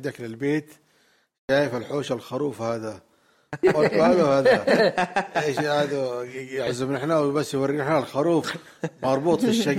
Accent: Aden, Yemen; أنا يمني عدني

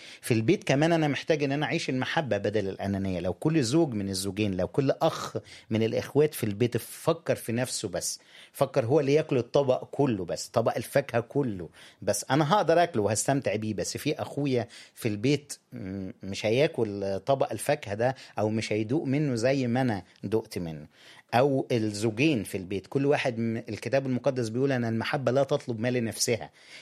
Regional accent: Egypt; يعني إحنا أساتذة كمصريين إن إحنا نحط واحدة فوق البيعة

